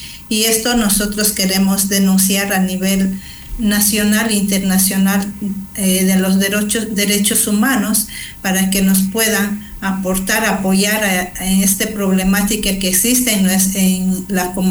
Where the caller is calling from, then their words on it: Napo, Ecuador; Un gusto saludarles desde la provincia de Napo.